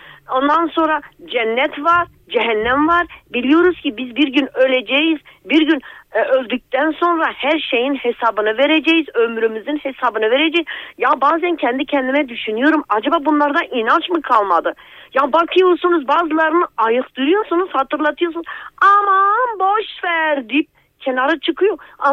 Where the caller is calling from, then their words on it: Malatya, Turkey; Malatya merkez.